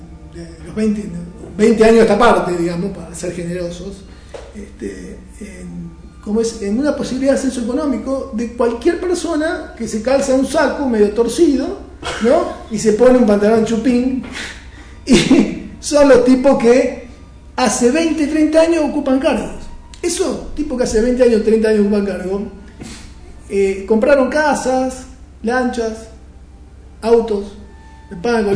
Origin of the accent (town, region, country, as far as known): Argentina